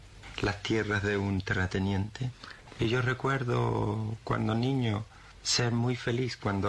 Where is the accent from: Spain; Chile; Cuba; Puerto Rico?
Chile